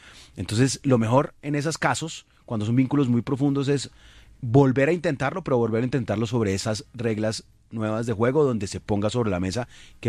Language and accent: Spanish; Colombia; En Colombia tenemos una enorme asimetría entre lo que yo creo de mí mismo y lo que creo de los otros, lo que creo de nuestra identidad común como colombianos.